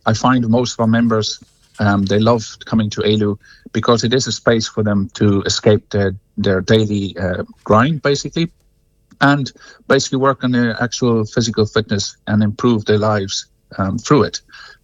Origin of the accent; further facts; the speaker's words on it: South Africa; now in Cong, Ireland; No, I'm originally from South Africa, I suppose.